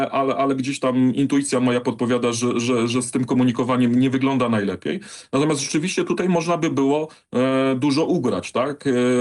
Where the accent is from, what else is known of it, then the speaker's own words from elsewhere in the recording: Pomeranian Voivodeship, Poland; Ja sam akurat mieszkam w mieście powiatowym, no, a co prawda w mieście dosyć nieodległym od Trójmiasta, tak? A w dużej mierze takim, nazwijmy to, wypełnionym przez elektorat liberalny.